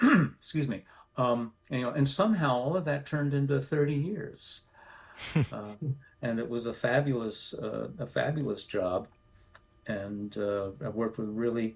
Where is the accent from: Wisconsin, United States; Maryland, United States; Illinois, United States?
Maryland, United States; also born or lived in New Orleans; DC, where we are both from originally, Maryland, really, suburban Maryland.